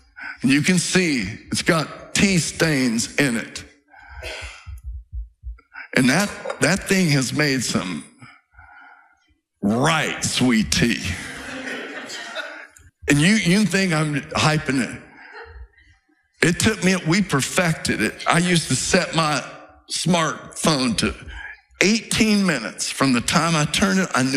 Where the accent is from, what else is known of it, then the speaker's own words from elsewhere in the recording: Virginia, United States; The Ramseys growing up in Virginia